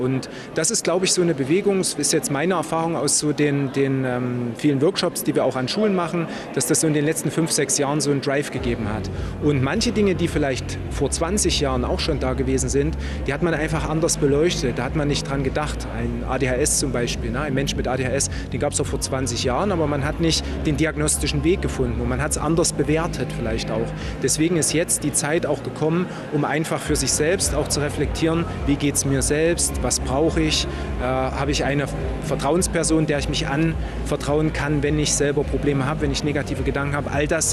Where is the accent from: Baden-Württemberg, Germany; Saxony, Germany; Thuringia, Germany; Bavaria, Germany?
Saxony, Germany; Schwarzenberg; ich stamme aus Schwarzenberg, aus dem Erzgebirge und ich bin selbst Psychologe, habe in Chemnitz studiert